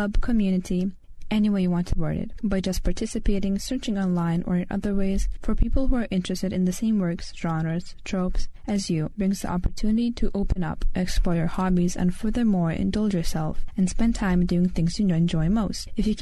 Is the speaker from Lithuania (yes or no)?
yes; Lithuania; first language Lithuanian; English is a second language